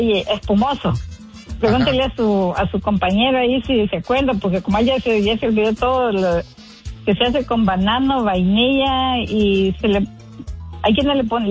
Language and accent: Spanish; El Salvador; moved away; como allá en nuestra tierra, que cuando llevé a mi hijo la primera vez a El Salvador